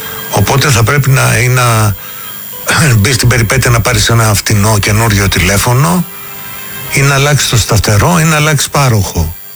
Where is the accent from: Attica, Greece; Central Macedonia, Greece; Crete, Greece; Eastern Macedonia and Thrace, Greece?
Crete, Greece; Chania; Ναι, εγώ είμαι από τα Χανιά.